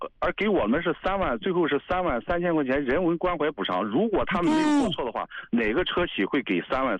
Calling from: Beijing, China; 我是在北京

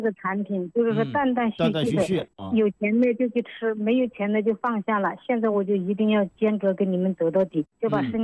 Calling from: Xiaochang, Hubei, China; 我是孝感市孝昌县，

